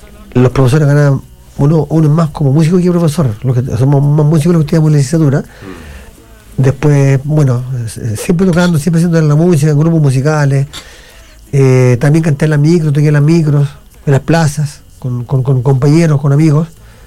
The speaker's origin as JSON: {"language": "Spanish", "town": "Navidad", "region": "O'Higgins", "country": "Chile", "tie": "born or raised there", "said": "yo vengo de Portecillo, de esta provincia, que corresponde, digamos, a la comuna de Navidad."}